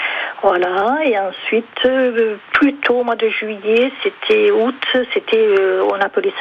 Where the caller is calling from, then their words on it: Aucamville, Occitanie, France; J'habite à Aucanville dans le 31.